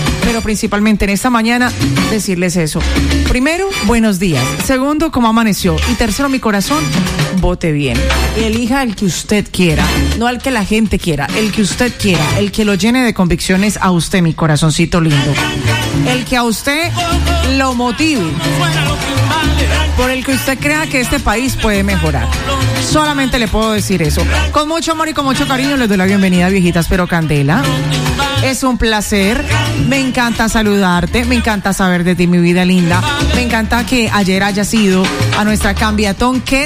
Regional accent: Colombia; como cualquier ser humano y como cualquier colombiano

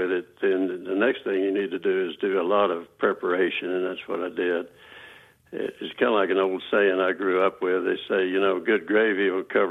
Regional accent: Texas, United States; I was raised out in West Texas in the outside the hill country.

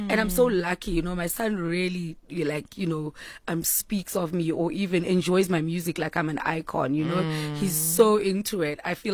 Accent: Mthatha, Eastern Cape, South Africa; first language Xhosa; English is a second language; always bring it home by using isXhosa. You know, my language is my pride. Mm. You know what I mean? Like, you better know. I'm from Mthatha

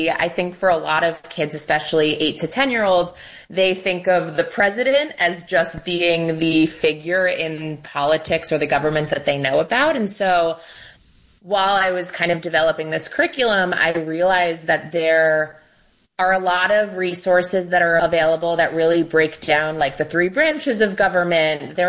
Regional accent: New York, United States; I grew up in New York and I barely knew who represented me.

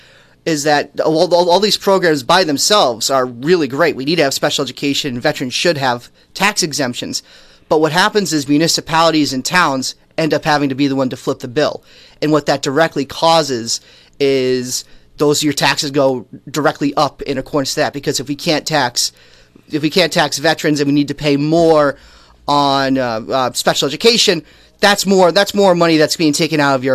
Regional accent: Woodstock, Connecticut, United States; So I was raised in Woodstock, hometown kid.

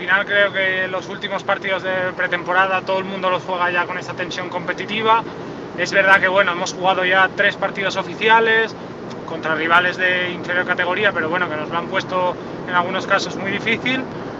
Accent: Gijón, Asturias, Spain; para los que somos de Gijón con grato recuerdo

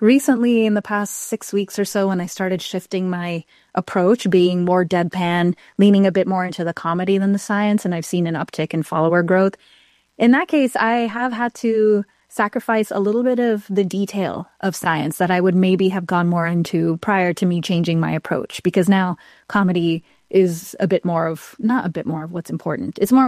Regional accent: Ohio, United States; I grew up in Ohio, went to Ohio State.

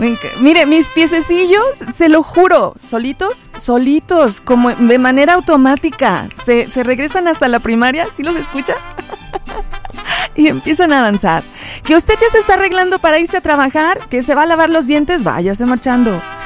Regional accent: Pénjamo, Guanajuato, Mexico; now in Tlajomulco, Mexico; desde Tlajomulco, pero soy de Pénjamo, Guanajuato.

